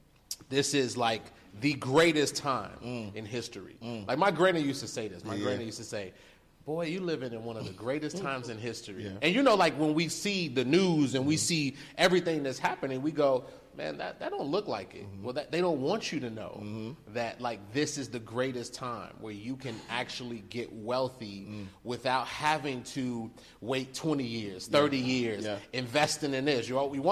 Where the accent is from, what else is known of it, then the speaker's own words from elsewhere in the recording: Chicago, Illinois, United States; I'm a boy from the South Side of Chicago, Chi-Town stand up.